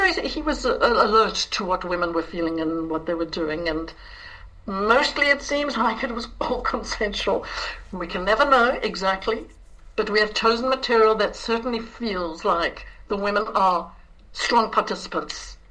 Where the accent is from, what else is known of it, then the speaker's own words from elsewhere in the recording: South Africa; I'm South African Irish.